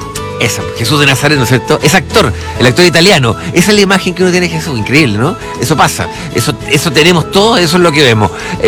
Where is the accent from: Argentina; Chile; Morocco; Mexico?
Chile; Santiago, Santiago Metropolitan Region; born there